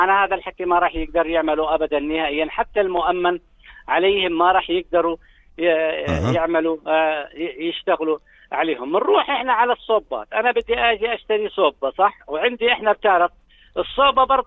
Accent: Jordan; عندنا في الأردن

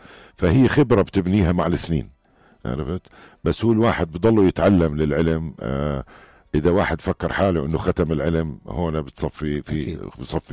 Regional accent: Jordan; هون عندنا بالاردن

